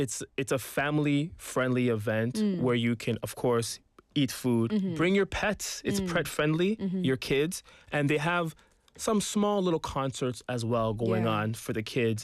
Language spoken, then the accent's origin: English; Toronto, Ontario, Canada; moved away as an adult; now in Busan, South Korea; I am from Toronto.